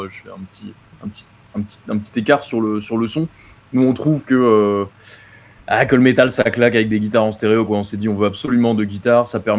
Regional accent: Paris, Île-de-France, France; parce qu'on on est parisien et on est extrêmement touché et ému par cet épisode historique

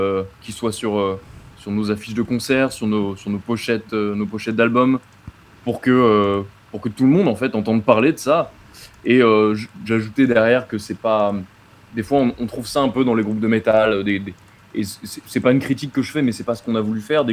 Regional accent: Paris, Île-de-France, France; parce qu'on on est parisien et on est extrêmement touché et ému par cet épisode historique

